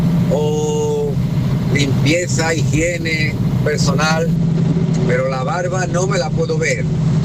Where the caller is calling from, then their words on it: Fuentes de Andalucía, Andalusia, Spain; Yo soy de Fuente de Andalucía